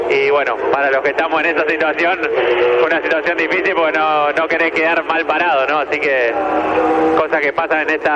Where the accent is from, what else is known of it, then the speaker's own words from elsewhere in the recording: Argentina; Como piloto argentino y del automovilismo argentino que corre en las dos categorías y en las dos entidades, que se solucione.